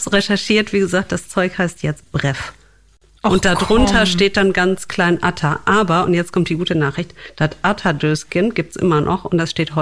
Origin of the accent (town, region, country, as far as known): Wuppertal, North Rhine-Westphalia, Germany; born or raised there